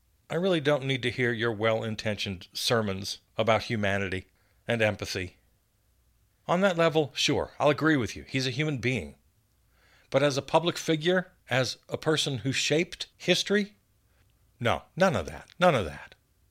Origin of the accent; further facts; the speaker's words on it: United States; born there; because I was born in America, and that's tantamount to treason if I root for the other side.